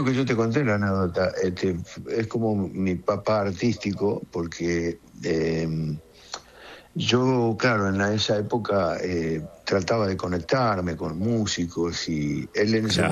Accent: Argentina; Porque a mí me costó, como buen cabecita negra del interior, me costó mucho llegar a Buenos Aires.

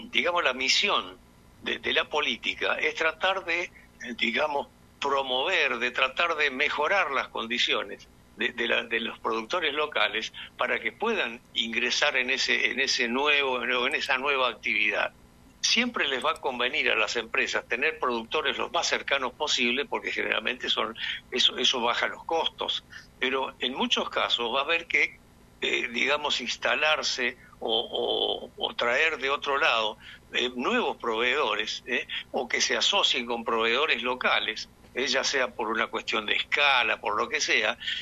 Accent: Santa Fe, Argentina; yo soy santafesino, es decir, conozco cómo fue perfectamente el desarrollo de la pampa húmeda

